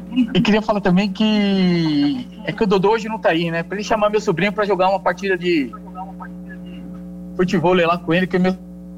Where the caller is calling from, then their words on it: São Paulo, Brazil; sou aqui da Vila Gomercindo